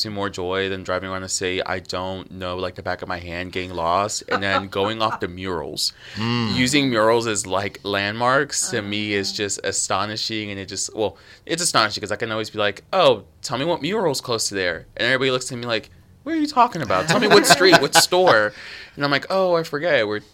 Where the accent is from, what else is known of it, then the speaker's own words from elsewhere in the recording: Chicago, Illinois, United States; now in Lexington, United States; Like originally, I'm from Chicago, so Lexington to me is just like a smaller little suburb.